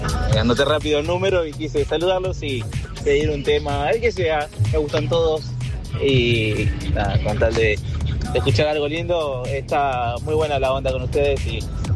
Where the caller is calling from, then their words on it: Florencio Varela, Buenos Aires Province, Argentina; de Florencio Varela.